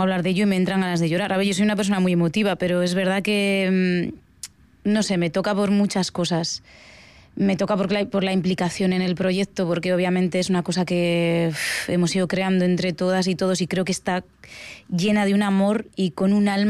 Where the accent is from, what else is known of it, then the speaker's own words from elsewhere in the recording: Barakaldo, Basque Country, Spain; Yo soy de Baracaldo, o sea, no he vivido en el campo en mi vida.